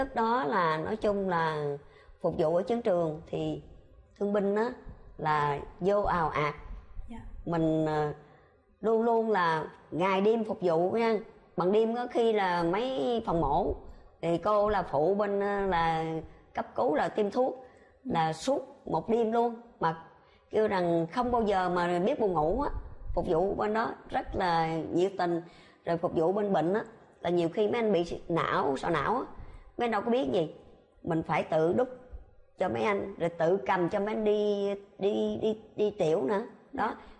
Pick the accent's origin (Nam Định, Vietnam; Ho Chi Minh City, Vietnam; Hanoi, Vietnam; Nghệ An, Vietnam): Ho Chi Minh City, Vietnam; Cu Chi; quê hương Củ Chi.